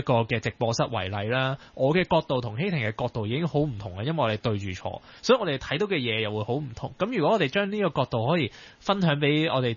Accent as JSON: {"language": "Cantonese", "country": "Hong Kong", "said": "即係身為香港人喺嗰個位置站喺度呢，"}